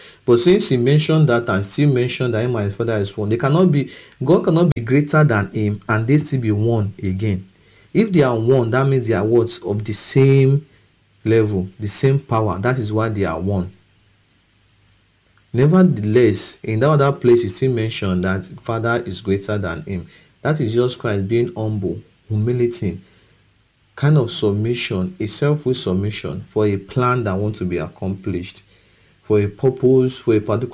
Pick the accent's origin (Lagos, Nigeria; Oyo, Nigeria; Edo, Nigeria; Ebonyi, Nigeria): Edo, Nigeria; Okada; from Okada Town, Edo State, and it's a pleasure having this discussion with you.